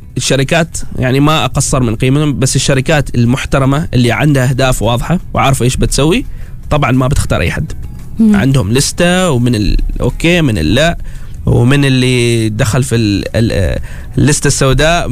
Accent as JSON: {"language": "Arabic", "country": "Oman", "said": "نحن كعمانيين"}